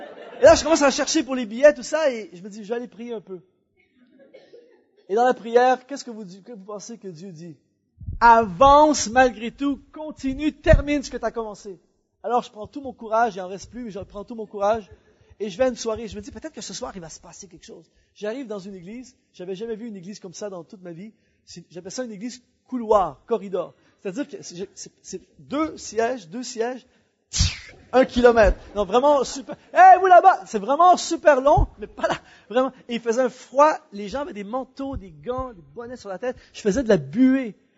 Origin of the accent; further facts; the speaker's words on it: Quebec, Canada; Je suis retourné chez nous au Canada.